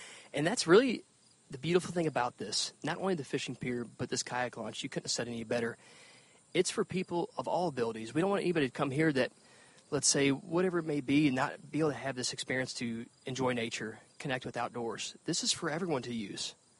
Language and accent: English; Missouri, United States; I grew up in Missouri, was in the outdoors my entire life.